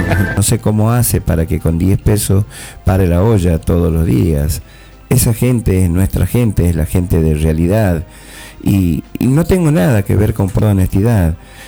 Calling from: Argentina

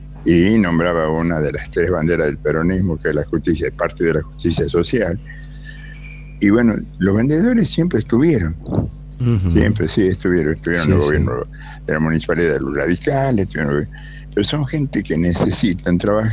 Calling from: Manantial, Tucumán, Argentina; Acá yo vivo en Manantial

